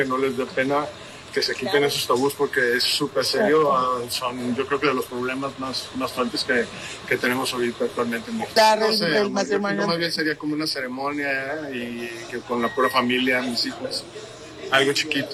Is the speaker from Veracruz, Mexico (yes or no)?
no; Jalisco, Mexico; muy agradecido con mi tierra, con Jalisco siempre, que siempre desde el principio me abrió las puertas